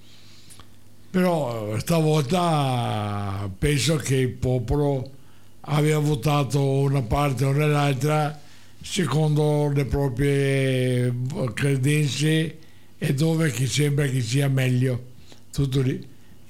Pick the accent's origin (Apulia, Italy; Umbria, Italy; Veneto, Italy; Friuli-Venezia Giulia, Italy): Veneto, Italy; io che sono veneto